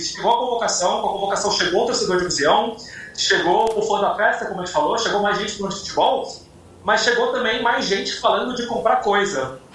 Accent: Brazil; E eu vou te falar que eu, como brasileiro fã de futebol, acho que vocês ainda mais

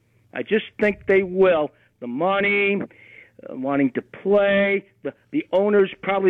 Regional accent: Southfield, Michigan, United States; now in Milwaukee, United States; I'm from Michigan, Southfield, Michigan, but that's okay.

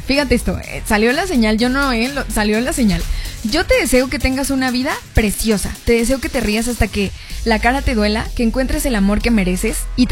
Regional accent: Mexico; nosotros los mexicanos

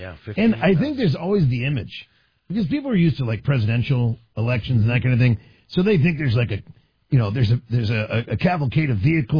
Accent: Washington, District of Columbia, United States; because I grew up in Washington, D.C. and everything else

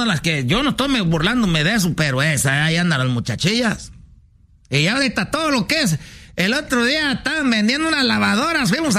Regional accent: Michoacán, Mexico; como somos de allá de Michoacán, andamos allá para donde está esto de la mariposa monarca

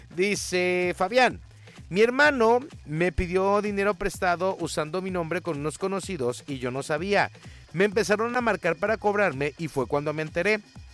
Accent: Comala, Colima, Mexico; Te prometo que no todos los de Comala somos así, conste.

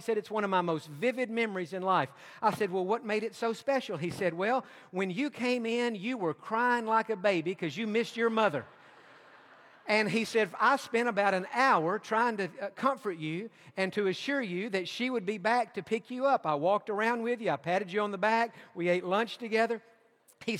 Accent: Tennessee, United States; moved away; also born or lived in Georgia; I was born in Georgia, but my childhood years were spent in East Tennessee. And so my first memories in life are in those Smoky Mountains

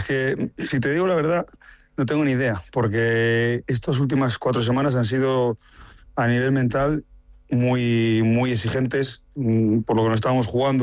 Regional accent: Valladolid, Castile and León, Spain; creo que todos los que somos pucelanos pues hemos respirado

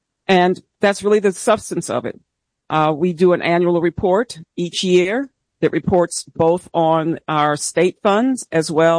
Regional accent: Pittsburgh, Pennsylvania, United States; now in Delaware, United States; My family is from North Carolina, but I grew up in Pittsburgh. I moved to Delaware in the 90s on a corporate transfer.

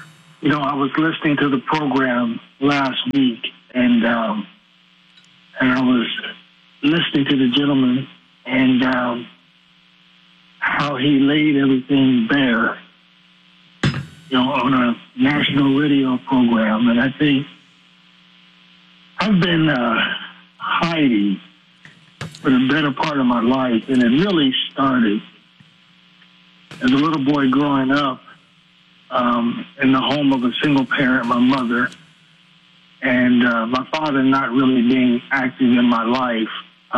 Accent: Denver, Colorado, United States; now in South, United States; We're originally from Denver, Colorado. I live in the South now, but originally from Denver, Colorado

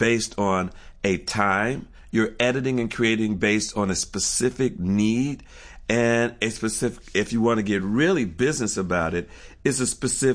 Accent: Detroit, Michigan, United States; I'm from Detroit, so I got to draw from being from this Midwestern town that had everything.

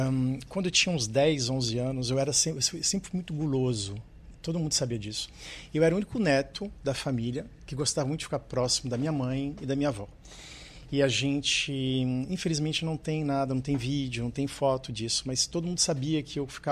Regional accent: Santos, São Paulo, Brazil; moved away as an adult; Eu nasci na cidade de Santos e eu morei lá somente até os 21 anos. Eu saí do Brasil com 19, eu fiz um intercâmbio no estrangeiro, na Inglaterra, numa casa de família. E quando eu voltei, eu falei assim, eu não fico aqui. Era em 96, 98. Então, eu nasci em Santos e fiquei pouco

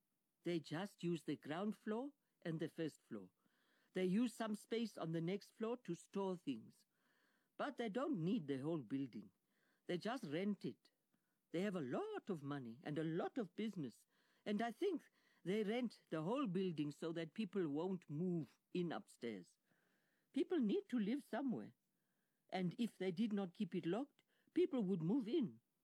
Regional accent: Limpopo, South Africa; In my culture, I come from Venda. The woman always goes to live with the man's family.

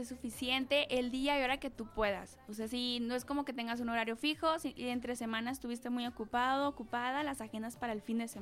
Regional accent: Mexico; Por dejar todo al último, como buenos mexicanos.

